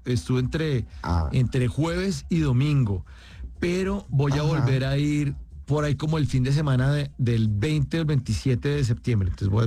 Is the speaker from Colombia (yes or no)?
yes; Bogotá, Colombia; now in Medellín, Colombia; Yo soy bogotano, estoy viviendo en Medellín.